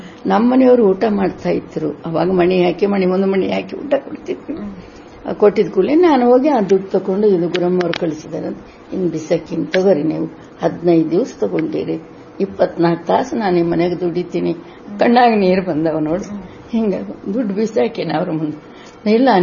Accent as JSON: {"language": "Kannada", "region": "Andhra Pradesh", "country": "India", "tie": "born there", "second_language": "Kannada", "said": "ನಾನು ಆಂಧ್ರದಲ್ಲಿ ಹುಟ್ಟಿರಕ್ಕೆ ನನಗೆ ಕನ್ನಡ ಬರ್ತಿತ್ತಿಲ್ಲ, ನಮ್ಮ ಹಿರುಗಳೆಲ್ಲ ನನ್ನ ಕನ್ನಡ ಹಿಂದಿನೇ ಮಾತಾಡ್ತಿದ್ರು."}